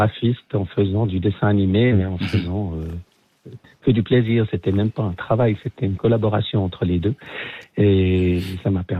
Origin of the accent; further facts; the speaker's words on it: Vaud, Switzerland; Les vaudoiseries, puisque je suis vaudois d'origine.